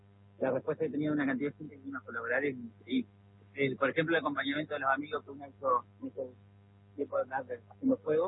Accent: Viale, Entre Ríos, Argentina; born there; now in Paraná, Argentina; Claro, yo estoy acá a 50 kilómetros, tengo donde nací en Viale, tengo un pequeño lugar donde procesamos para la carne.

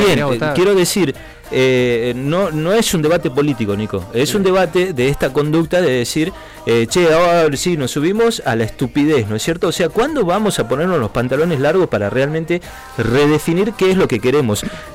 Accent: Argentina

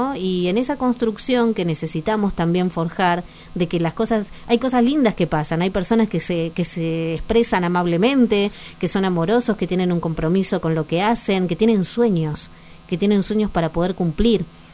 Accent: Argentina; Que esto nos suceda como argentinos, de poder ganar una final

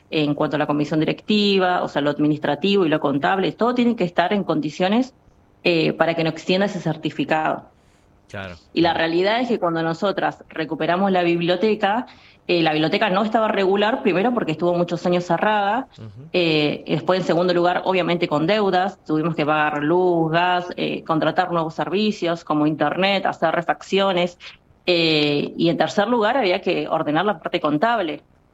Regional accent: Río Grande, Tierra del Fuego, Argentina; somos fueguinas, nacimos y nos criamos y vivimos en Río Grande

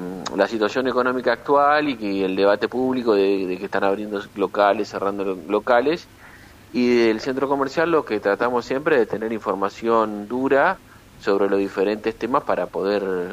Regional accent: Argentina

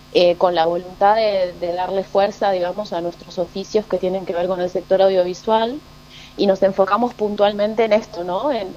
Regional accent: Buenos Aires, Argentina; now in Bariloche, Argentina; yo soy porteña, parte, ¿no? Claro, sí. me migré a Bariloche y entonces siempre estoy descubriendo qué tan porteña soy

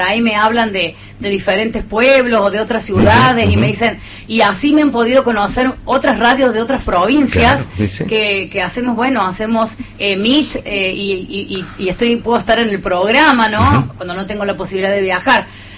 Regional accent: Córdoba, Argentina; Soy de Capital

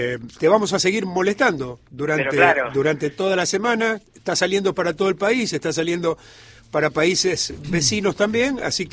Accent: Rosario, Santa Fe, Argentina; yo soy rosarino al 100%

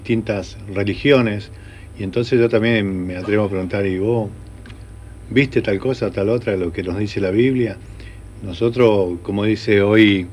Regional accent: San Martín de los Andes, Neuquén, Argentina; desde acá, de este rincón de la Patagonia, mi pueblo San Martín de los Andes

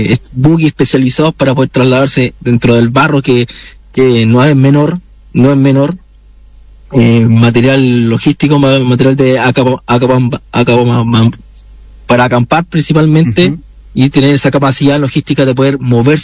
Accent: Chile; y ahí también hago mea culpa como ciudadano chileno, además, somos una sociedad muy reactiva

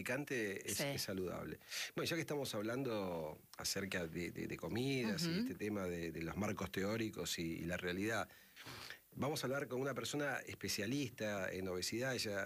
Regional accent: Luján, Buenos Aires Province, Argentina; yo vivía en un barrio, vos también sos de Luján

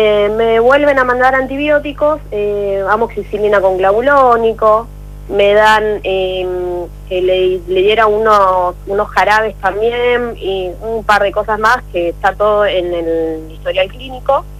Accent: González Catán, Buenos Aires Province, Argentina; Imagínense, yo soy de González Catán, tengo hospitales acá, pero lamentablemente acá los hospitales es la muerte.

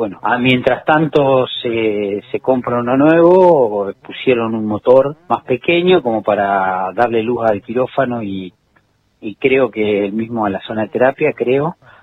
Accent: Esquel, Chubut, Argentina; Ya todos los que somos de Esquel sabemos que el edificio del hospital no da para más

